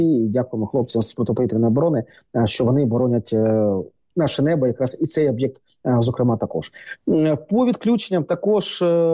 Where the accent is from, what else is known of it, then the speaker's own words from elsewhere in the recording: Kharkiv, Kharkiv Oblast, Ukraine; зокрема, в моєму рідному Харкові